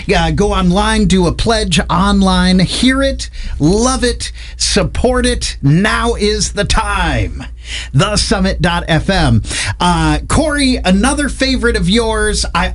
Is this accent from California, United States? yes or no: no; Minnesota, United States; I grew up in Minnesota